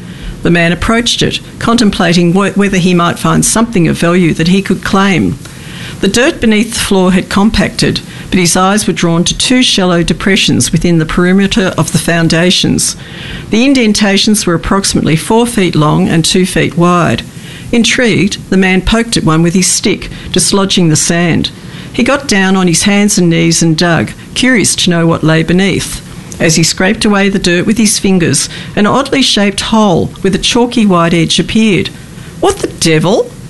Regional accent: Australia; being an Australian

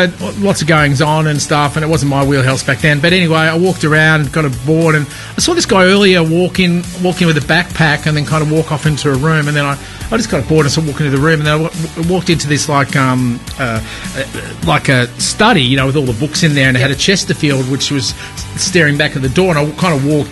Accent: Australia; I say, oh, from Australia.

